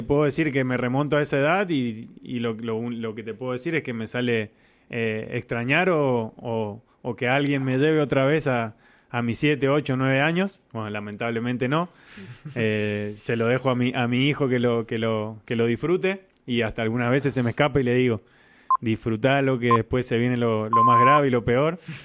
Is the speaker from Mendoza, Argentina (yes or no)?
yes; Rodeo del Medio, Mendoza, Argentina; como hacía yo cuando era chiquito, en Rodeo del Medio, en mi barrio